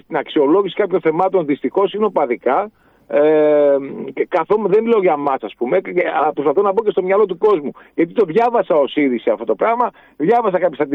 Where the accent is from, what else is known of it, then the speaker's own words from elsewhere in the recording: Greece; ως Έλληνες